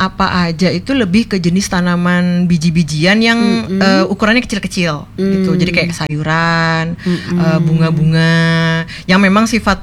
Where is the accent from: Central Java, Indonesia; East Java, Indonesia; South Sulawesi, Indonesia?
Central Java, Indonesia; Kebumen; now in Lembang, Indonesia; Ya, sebenarnya saya orang Jawa Tengah.